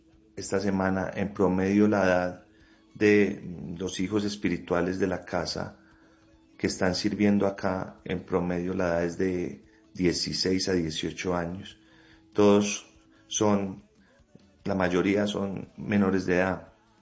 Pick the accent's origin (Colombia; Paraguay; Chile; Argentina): Colombia; Manizales, Caldas; moved away as an adult; now in Amalfi, Colombia; Pues realmente yo soy de Manizales, ¿cierto? Hace 4 años, 5 estoy acá.